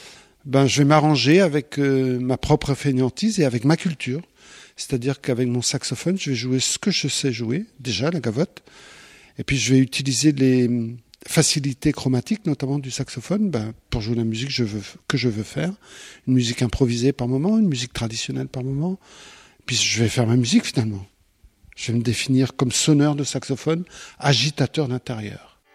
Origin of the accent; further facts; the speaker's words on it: Brittany, France; moved away; Les petites villes s'appellent des bourgs chez nous, parce que je viens de Bretagne.